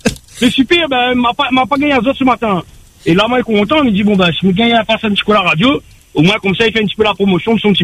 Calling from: Le Tampon, Réunion

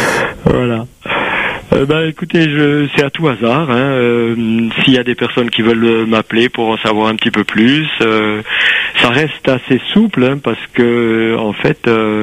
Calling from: Perpignan, Occitanie, France; Moi, je suis à Perpignan.

